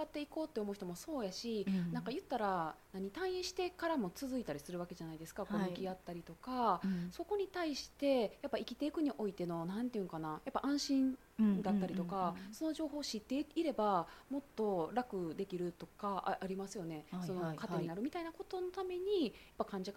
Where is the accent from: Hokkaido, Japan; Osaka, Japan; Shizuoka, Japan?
Osaka, Japan; 私も大阪ですけど出身、